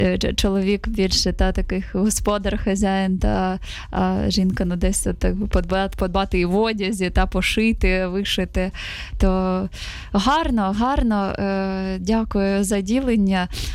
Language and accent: Ukrainian; Zaporizhzhia, Zaporizhzhia Oblast, Ukraine; Так, радію, що в моєму рідному місті, в Запоріжжі